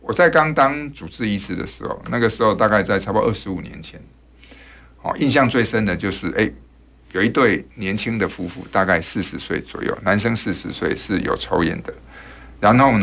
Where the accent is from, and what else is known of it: Taiwan